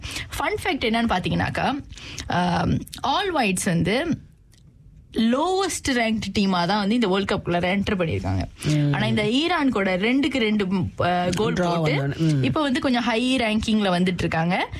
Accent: Malaysia; now in New Zealand; என்ன கேள்வி வந்துச்சுன்னா நான் மலேசியன்

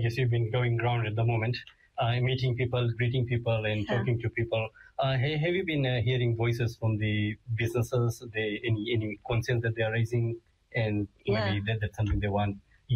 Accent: Fiji; now in New Zealand; I'm from Fiji

